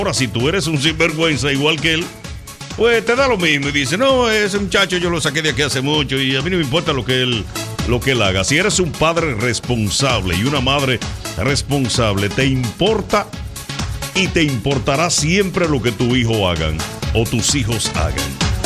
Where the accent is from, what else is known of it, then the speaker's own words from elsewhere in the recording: Dominican Republic; uno como dominicano